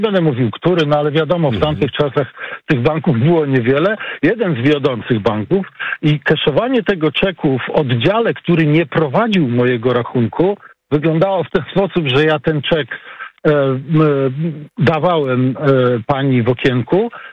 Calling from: Warsaw, Masovian Voivodeship, Poland; z Warszawy.

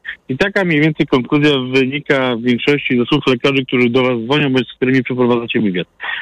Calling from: Poznań, Greater Poland Voivodeship, Poland; U nas w Poznaniu są teraz aresztowania za korupcję.

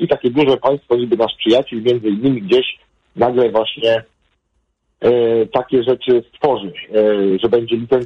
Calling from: Pruszcz Gdański, Pomeranian Voivodeship, Poland; w moim mieście w Pruszczu Gdańskim

